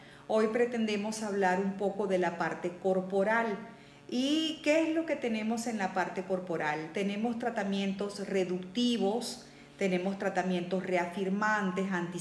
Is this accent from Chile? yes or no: no; Venezuela; moved away; gracias a todas las personas que saben que soy de origen venezolana